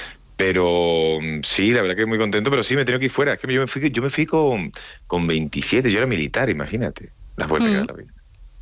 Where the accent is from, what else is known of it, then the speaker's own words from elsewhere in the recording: Andalusia, Spain; accent: Andalusian; lo hice con acento andaluz, que yo soy de andaluz